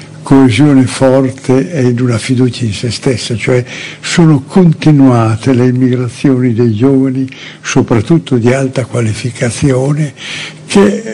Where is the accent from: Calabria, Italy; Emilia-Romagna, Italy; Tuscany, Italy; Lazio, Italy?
Emilia-Romagna, Italy; Reggio Emilia; nella mia città natale Reggio Emilia, terra del tricolore